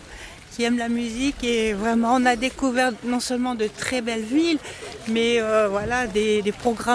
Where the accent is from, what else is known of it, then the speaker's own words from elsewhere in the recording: Morlaix, Brittany, France; Nord, oui, autour de la région de Morlaix, pays de Morlaix.